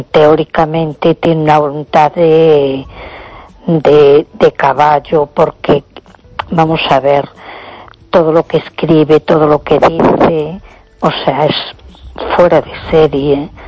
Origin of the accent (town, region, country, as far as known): A Coruña, Galicia, Spain